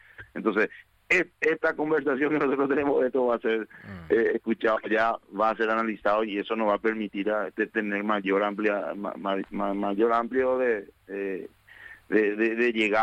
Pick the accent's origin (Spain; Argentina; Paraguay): Paraguay; uno como paraguayo uno se siente